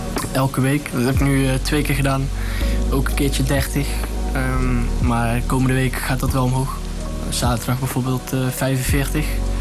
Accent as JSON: {"language": "Dutch", "country": "Netherlands", "said": "Ik kom zelf uit Nune."}